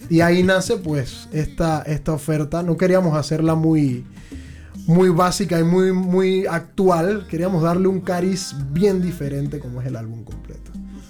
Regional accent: Panama City, Panamá, Panama; moved away; also born or lived in Bocas del Toro; Yo soy oriundo y originario del barrio de Casco. Soy de San Felipe, calle Octava.

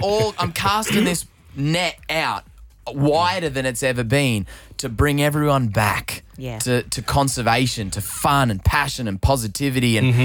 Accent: Australia; I love all my mates in the States, but I'm an Aussie, always will be.

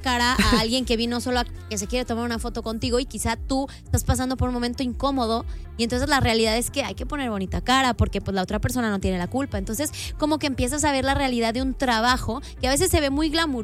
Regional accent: Guadalajara, Jalisco, Mexico; yo soy de Guadalajara.

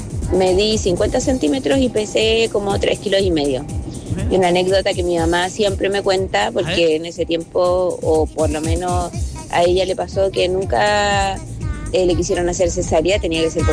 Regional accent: Santiago, Santiago Metropolitan Region, Chile; born there; yo nací un 19 de septiembre en la clínica, en el Hospital Clínico de la Católica, de Santiago.

